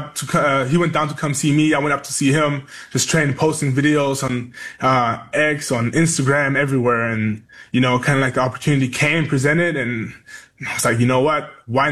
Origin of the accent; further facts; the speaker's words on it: Bavaria, Germany; Yeah, actually, in the city, or like small little town next to Munich, it was probably like 1,000 people or so.